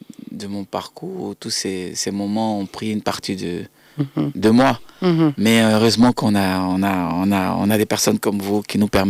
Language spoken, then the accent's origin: French; Abidjan, Côte d’Ivoire; born there; moved away as an adult; À Côte d'Ivoire, à Abidjan.